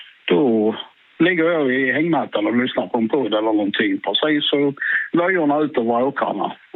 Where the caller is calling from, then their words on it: Skåne, Sweden; Mitt i centrala Skåne, lite norr om Hur. Så det är ganska precis mitten av Skåne.